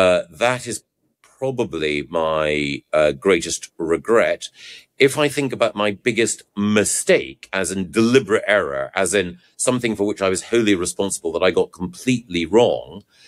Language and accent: English; Scotland, United Kingdom; I'm a Scot myself.